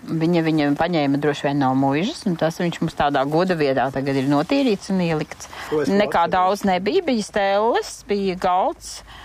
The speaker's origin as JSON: {"language": "Latvian", "area": "Lāde", "region": "Limbaži Municipality", "country": "Latvia", "said": "Es arī esmu no Limbažu pagasta, no Lādes tāda vieta."}